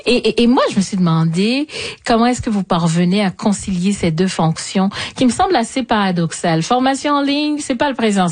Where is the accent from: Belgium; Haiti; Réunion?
Haiti; qui a beaucoup roulé aussi à travers les radios dans mon pays d'origine, en Haïti. On grandit aussi avec.